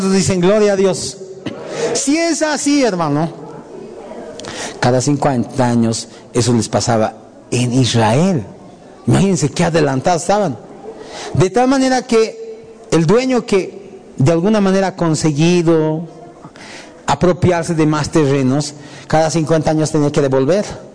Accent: Bolivia; Nosotros también somos bolivianos.

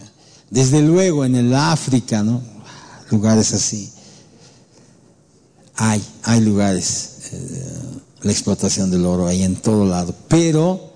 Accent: Bolivia

